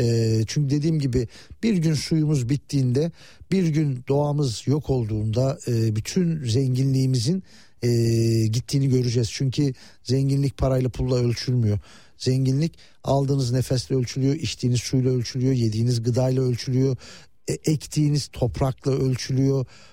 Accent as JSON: {"language": "Turkish", "area": "Muş", "region": "Muş Province", "country": "Turkey", "said": "Şöyle, ben Muşluyum biliyorsunuz. Çocukluğumda Erciş'e falan gittim"}